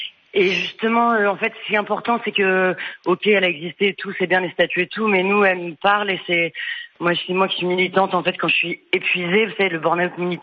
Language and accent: French; Hauts-de-France, France